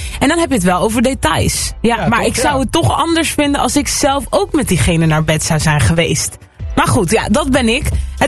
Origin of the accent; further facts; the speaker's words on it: Amsterdam, North Holland, Netherlands; Ik kom ook uit Amsterdam.